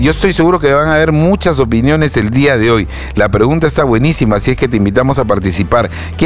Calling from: Trujillo, La Libertad, Peru; Buenos días … de Trujillo.

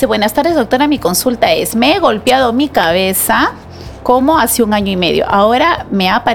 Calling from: Nueva Cajamarca, San Martín, Peru; Tengo 61 años. Gracias. Soy de Cajamarca. Nueva Cajamarca.

